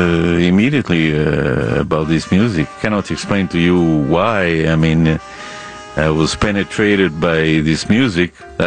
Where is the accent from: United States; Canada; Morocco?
Morocco; Tangier, Tanger-Tetouan-Al Hoceima; I was born in Tangier when Tangier was then an international city.